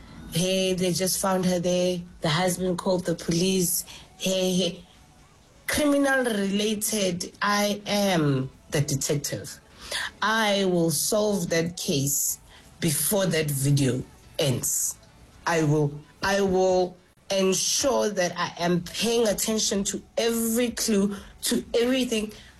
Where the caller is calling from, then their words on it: Fourways, Gauteng, South Africa; I'm here from Four Ways.